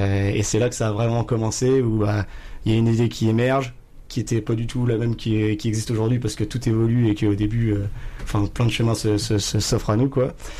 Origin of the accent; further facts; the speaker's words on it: Pays de la Loire, France; moi je suis de Vendée